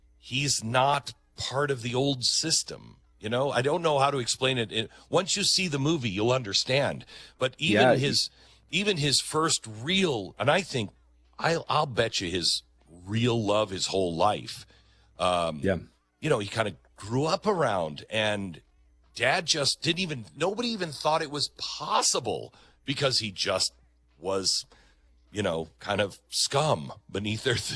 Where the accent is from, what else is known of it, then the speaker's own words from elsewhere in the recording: United States; I'm such an American that I never thought of George Washington having to go to the British and saying, "Hey, I could serve here."